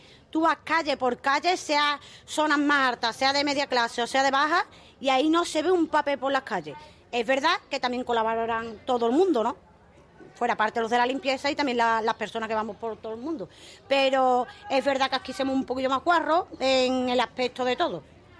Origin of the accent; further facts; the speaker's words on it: Écija, Andalusia, Spain; yo he nacido aquí, me voy a quedar aquí